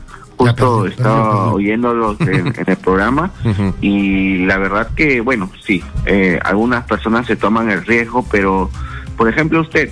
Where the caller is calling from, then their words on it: Lima, Peru; De Surco.